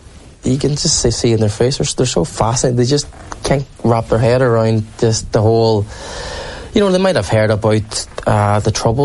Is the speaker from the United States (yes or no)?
no; Northern Ireland, United Kingdom